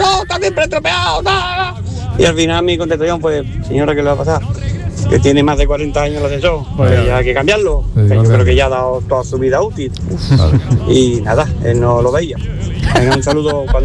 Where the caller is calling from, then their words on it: Seville, Andalusia, Spain; de Sevilla. Yo trabajo en una empresa de ascensores, sí, multinacional